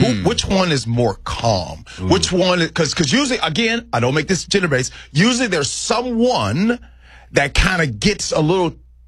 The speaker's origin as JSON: {"language": "English", "town": "Chicago", "region": "Illinois", "country": "United States", "tie": "born or raised there", "said": "Now, I'm born and raised on the South Side. I was always a Cubs fan because my dad took me to Cubs games."}